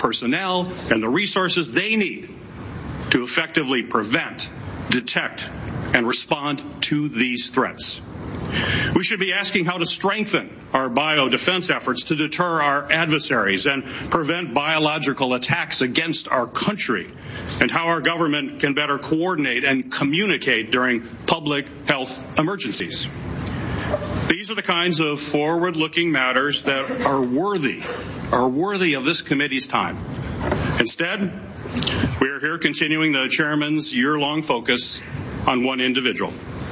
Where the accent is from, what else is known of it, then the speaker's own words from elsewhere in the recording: Michigan, United States; in my home state of Michigan, as well as across the country.